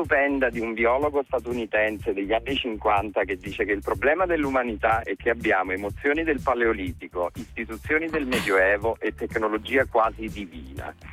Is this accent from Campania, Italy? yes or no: yes; Campania, Italy; io vengo dalla provincia di Caserta